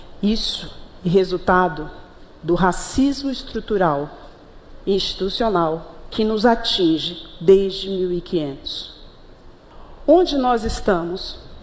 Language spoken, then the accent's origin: Portuguese; Bahia, Brazil; moved away as an adult; now in Rio de Janeiro, Brazil; sobrevivi. Saí da Bahia com 20 reais e duas filhas para a cidade maravilhosa.